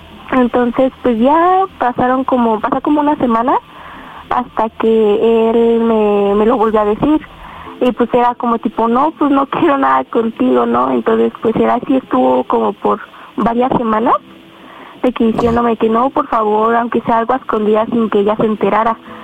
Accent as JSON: {"language": "Spanish", "region": "State of Mexico", "country": "Mexico", "said": "Tengo 13 años y soy del Estado de México."}